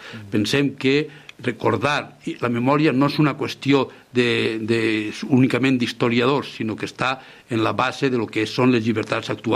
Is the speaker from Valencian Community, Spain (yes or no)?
yes; Ibi, Valencian Community, Spain; Ibi, que és el meu poble